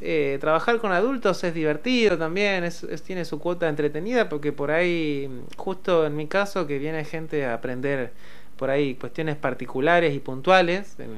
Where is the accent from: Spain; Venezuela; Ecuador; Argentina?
Argentina; Lobos, Buenos Aires Province; born or raised there; moved away